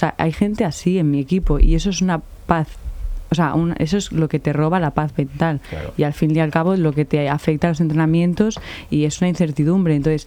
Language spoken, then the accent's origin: Spanish; Astillero, Cantabria, Spain; mira que soy de las de Astillero y a mí no me pagan la gasolina ni nada porque soy del pueblo